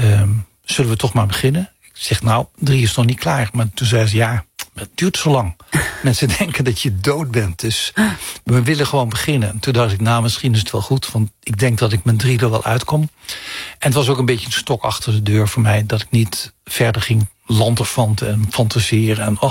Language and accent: Dutch; Limburg, Netherlands; moved away as an adult; also born or lived in Amsterdam / France; mijn verhouding met Limburg, waar ik geboren ben, en waar ik met 18 ben vertrokken met het idee van, ik kom hier echt nooit meer terug. En nu woon ik er.